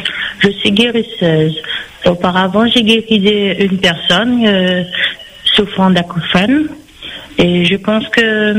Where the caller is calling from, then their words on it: East of Réunion, Réunion; Oui, seulement il habite à Saint-Louis, moi j'habite en l'Est.